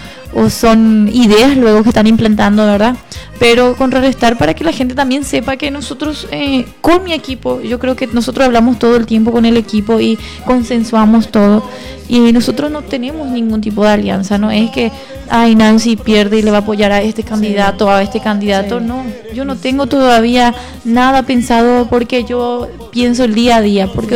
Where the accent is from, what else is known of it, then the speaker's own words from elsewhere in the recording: Nueva Alborada, Itapúa, Paraguay; somos todos de Nueva Alborada y somos todos vecinos.